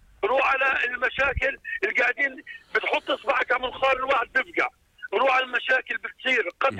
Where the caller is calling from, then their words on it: Jordan; انا كمواطن اردني بالعاميه مقرمز على رجلي